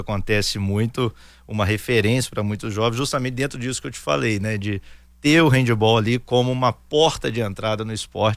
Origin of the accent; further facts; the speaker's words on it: Juiz de Fora, Minas Gerais, Brazil; eu sou de Juiz de Fora.